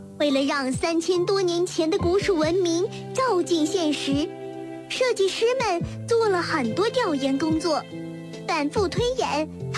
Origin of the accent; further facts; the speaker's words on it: Chengdu, Sichuan, China; 我的家乡成都也成为全国第三座拥有2个国际机场的城市。